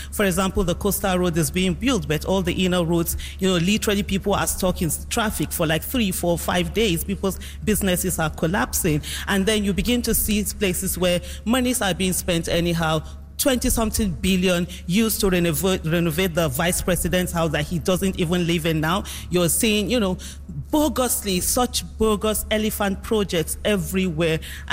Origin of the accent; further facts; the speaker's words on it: Nigeria; I'm a Nigerian and I live in Nigeria.